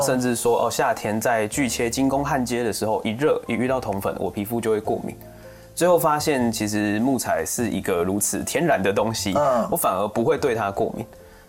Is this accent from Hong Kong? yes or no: no; Kaohsiung, Taiwan; moved away as an adult; now in northern Taiwan; 我生在高雄，对，我到了就是大学之后才来北部， 然后高雄是一个高度工业跟机械化的城市，其实沿着沿海，至少以前啦，我以前还是小时候的时候，很多机械工厂，然后到处都看到重型机具